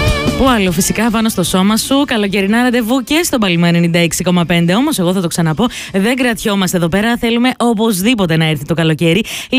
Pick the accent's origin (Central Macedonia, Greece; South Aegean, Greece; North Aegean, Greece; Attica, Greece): Central Macedonia, Greece; Serres; moved away; στη Σέρες, στον τόπο μου